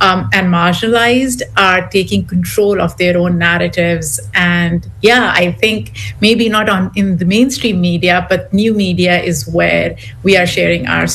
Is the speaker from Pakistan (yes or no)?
yes; Pakistan; moved away as an adult; now in United States; I grew up in Pakistan. I came to the US in early 20s.